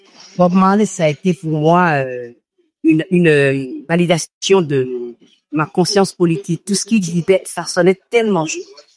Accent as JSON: {"language": "French", "country": "Benin", "tie": "born or raised there", "said": "moi, j'ai grandi en Afrique, au Bénin"}